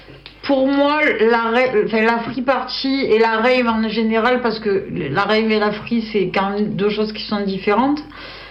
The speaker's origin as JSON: {"language": "French", "town": "Istres", "region": "Provence-Alpes-Côte d'Azur", "country": "France", "tie": "born there", "said": "J'étais istrienne, je suis née à Istres."}